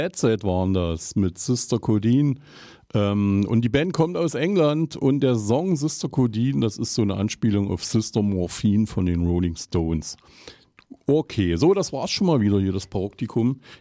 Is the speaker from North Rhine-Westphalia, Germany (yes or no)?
no; Eisenach, Thuringia, Germany; ich komme aus Eisenach